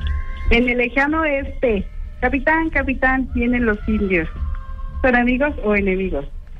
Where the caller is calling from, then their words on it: Mexico City, Mexico; aquí del DF